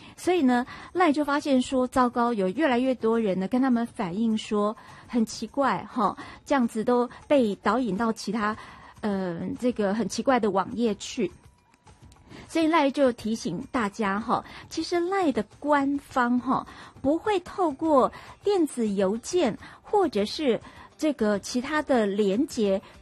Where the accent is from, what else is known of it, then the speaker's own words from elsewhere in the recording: Taiwan; 我们台湾人非常非常高度使用赖这个软体